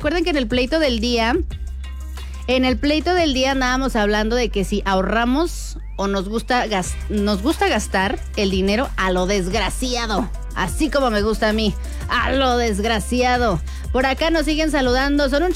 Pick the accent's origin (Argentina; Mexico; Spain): Mexico; San Juan del Río, Querétaro; born there; yo soy morenaza, la morenaza de la mejor. Y soy de San Juan del Río, plebes. Yo soy de San Juan del Río, nacida allá.